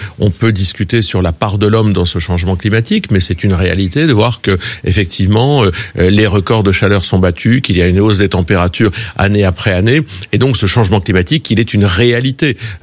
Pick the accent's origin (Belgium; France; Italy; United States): France; Hauts-de-France; born there; Je suis nordiste et picard de naissance.